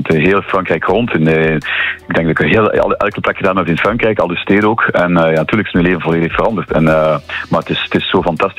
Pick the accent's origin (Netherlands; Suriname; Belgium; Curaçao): Belgium; Flemish Region; Eerlijk gezegd, ik ben toch Vlaming en ik heb enorme stress, want ik speel niet veel in Vlaanderen.